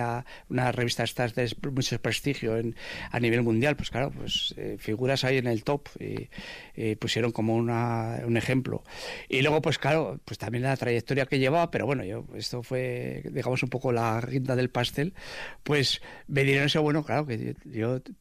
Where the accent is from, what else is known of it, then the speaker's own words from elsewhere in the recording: Vitoria-Gasteiz, Basque Country, Spain; yo tengo la suerte de estar aquí en el casco viejo porque yo, desde que nací, estoy viviendo en el seminario viejo, que es donde vive la familia de mi madre. Y luego, yo soy de La Pinto. He vivido siempre en la pintorería.